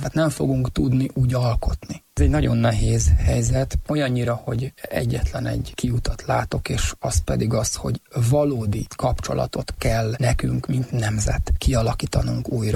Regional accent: Hungary

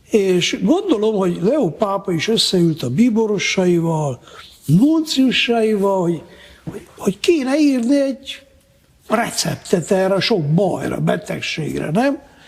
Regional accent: Miercurea Ciuc, Harghita, Romania; Hát ugye én Csíkszeredában nőttem fel, ott vannak ferencesek Csíksomjón

